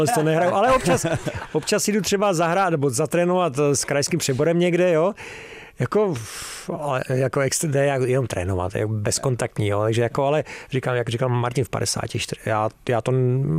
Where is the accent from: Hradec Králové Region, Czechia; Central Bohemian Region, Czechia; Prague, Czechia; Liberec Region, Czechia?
Hradec Králové Region, Czechia; Hradec Králové; born or raised there; also born or lived in Havlíčkův Brod